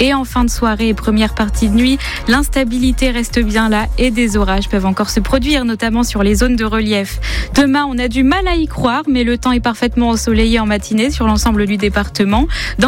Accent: Normandy, France; moved away; je suis normande à la base

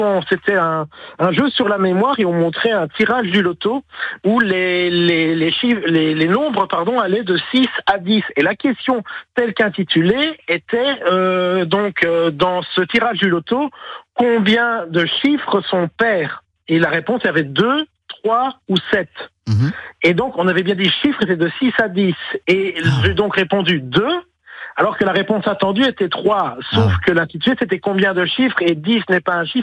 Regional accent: Couture-sur-Loir, Centre-Val de Loire, France; Moi je suis de Couture-sur-Loire. C'est dans le Loir-et-Cher.

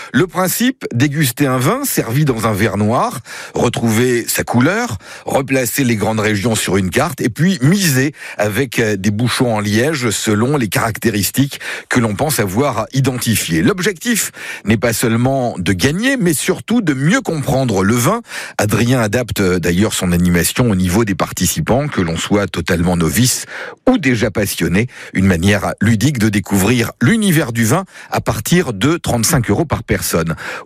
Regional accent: Centre-Val de Loire, France; Alors c'est vrai, quand on pense aux vacances chez nous en Touraine, on imagine souvent les châteaux, les balades à vélo.

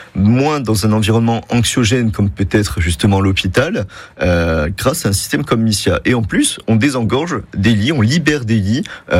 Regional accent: Corsica, France

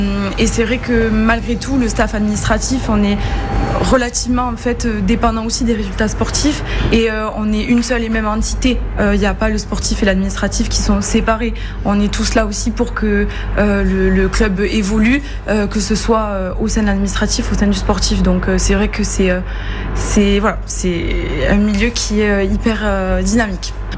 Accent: Occitanie, France; born there; Je suis née dans le Tarn, donc terre de rugby, plutôt rugby à 15.

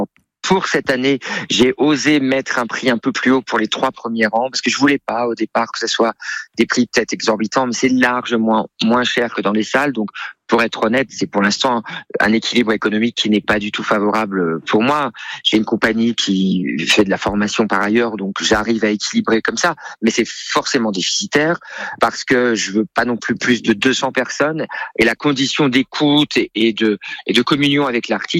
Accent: Portugal; Je suis portugais.

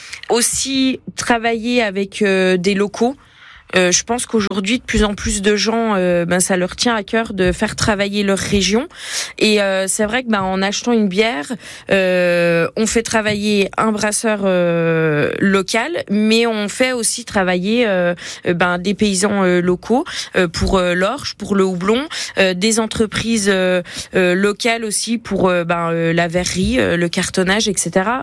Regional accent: Bourgogne-Franche-Comté, France; chez nous, dans le Jura et en Haute-Saône

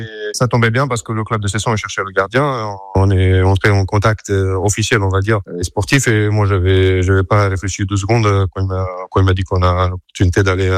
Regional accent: Metković, Dubrovnik-Neretva County, Croatia; moved away as an adult; now in France; Je suis né en Croatie, à Metković, une petite ville de vingtaine de mille habitants, une ville très handballistique d'ailleurs. J'ai grandi en Croatie et à mes 26 ans, je suis arrivé en France et là je suis depuis.

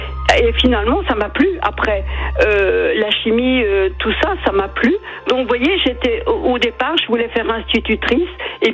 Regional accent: Grand Est, France; j'étais au lycée dans les Vosges, hein, je suis originaire des Vosges.

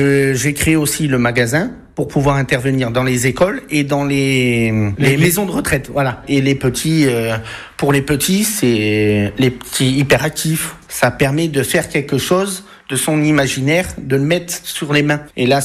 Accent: Wallonia, Belgium; J'avais 8 ans, j'habitais au fin fond des Ardennes belges. Moi, je suis originaire de Anzinel, en Belgique.

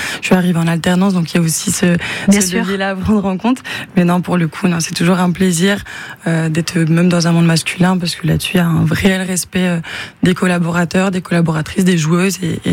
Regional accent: Bourgogne-Franche-Comté, France; je suis aussi de la région et du territoire

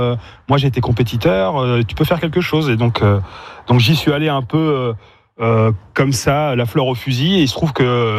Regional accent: Fresnay-sur-Chédouet, Pays de la Loire, France; je suis originaire plutôt du nord de la Sarthe, la Fresnay-sur-Chédouet, si vous connaissez

